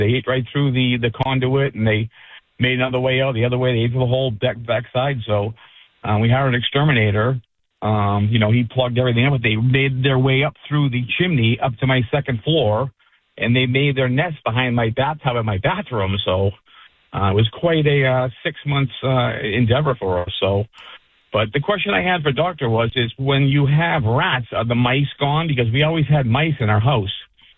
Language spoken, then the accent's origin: English; Merrimack Valley, Massachusetts, United States; I grew up in the Merrimack Valley, and I worked at a chicken farm when I was younger, and I'm no stranger to rats. So I live in Tewksbury now